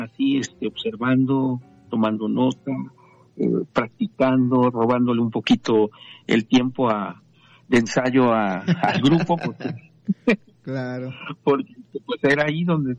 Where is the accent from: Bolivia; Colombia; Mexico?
Mexico; Córdoba, Veracruz; moved away as an adult; also born or lived in Tehuacán, Puebla; estaba yo entre Tehuacán y, uh-huh. y Córdoba, ¿no? Ya. Mi ciudad de origen.